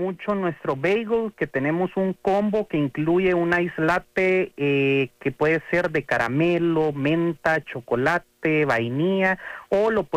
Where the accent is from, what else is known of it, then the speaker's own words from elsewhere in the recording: El Salvador; todo aquello que nos hace orgullosamente salvadoreños